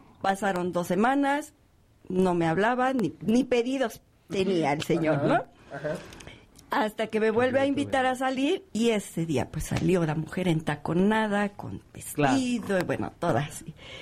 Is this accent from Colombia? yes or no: no; Mexico; él es ruso, pero yo soy mexicana.